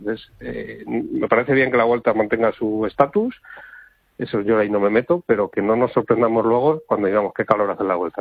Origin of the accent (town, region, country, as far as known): Segovia, Castile and León, Spain